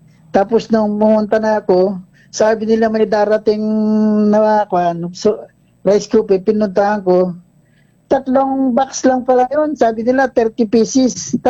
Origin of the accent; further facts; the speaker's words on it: Puerto Princesa, Mimaropa, Philippines; Dito po sa Puerto Princesa